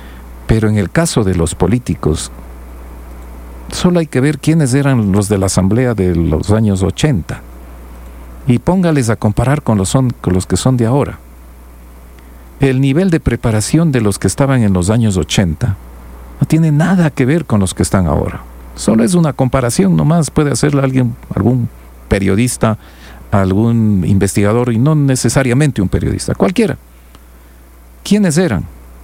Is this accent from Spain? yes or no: no; Ecuador; Es lo que somos, quizás los ecuatorianos, en los actuales momentos.